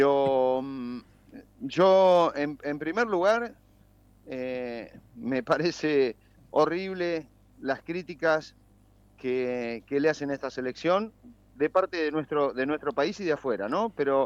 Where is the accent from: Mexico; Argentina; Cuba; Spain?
Argentina; moved away; Como decimos nosotros allá en Argentina.